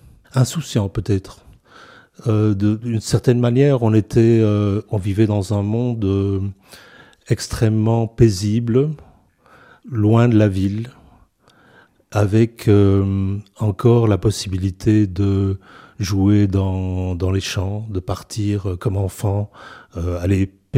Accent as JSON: {"language": "French", "town": "Ohain", "region": "Wallonia", "country": "Belgium", "tie": "born or raised there", "said": "J'ai grandi dans le Brabant wallon, dans un village qui s'appelait Ohain, qui a été rattaché à la commune de Lannes maintenant. Mes parents étaient parmi les premiers Bruxellois à aller à l'extérieur de Bruxelles. Et donc, quand on est arrivé dans les années 60 à Ohain"}